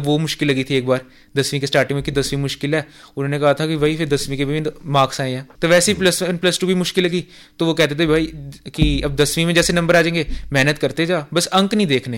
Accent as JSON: {"language": "Hindi", "town": "Zirakpur", "region": "Punjab", "country": "India", "said": "मैं जीरकपुर का रहने वाला हूँ"}